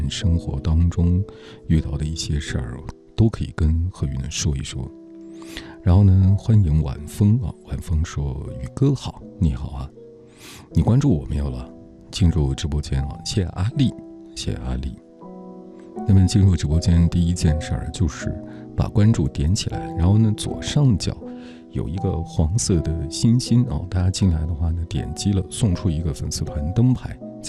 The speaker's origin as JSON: {"language": "Chinese", "town": "Kunming", "region": "Yunnan", "country": "China", "said": "不对，我是昆明人啊。"}